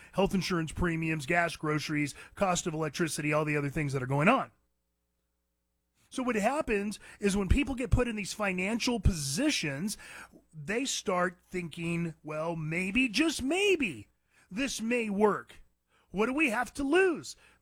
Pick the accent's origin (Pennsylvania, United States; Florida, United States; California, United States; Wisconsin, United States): California, United States; I'm from California.